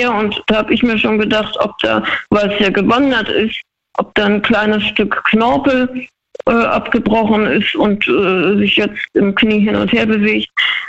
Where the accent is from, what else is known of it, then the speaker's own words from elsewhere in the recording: Freiburg, Baden-Württemberg, Germany; Schwarzwald.